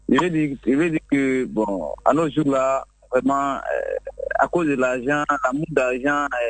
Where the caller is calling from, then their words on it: Abidjan, Côte d’Ivoire; J'appelle d'Angré.